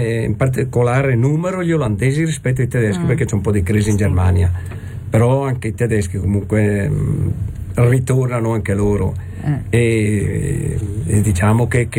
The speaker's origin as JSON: {"language": "Italian", "town": "Anfo", "region": "Lombardy", "country": "Italy", "tie": "born there", "said": "sono nato a Anfo"}